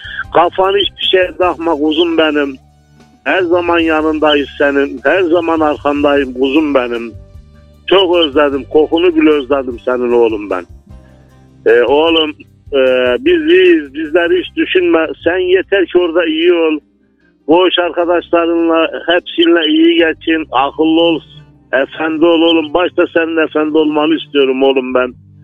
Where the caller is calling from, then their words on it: Ceyhan, Adana, Turkey; Adana Ceyhan'dan arıyorum.